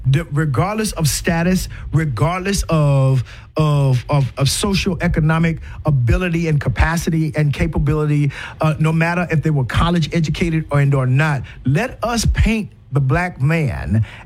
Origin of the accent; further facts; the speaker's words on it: South Carolina, United States; I grew up in South Carolina, and there was, you know, a mixture, right? There was, you know, what we call the Geechee or the Gullah black man.